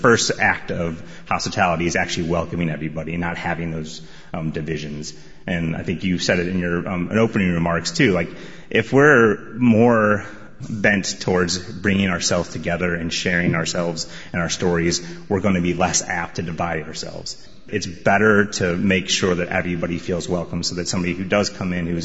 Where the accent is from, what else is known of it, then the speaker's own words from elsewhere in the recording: St. Louis, Missouri, United States; I grew up in a restaurant, which helped a lot. I am from St. Louis, Missouri. I was born and raised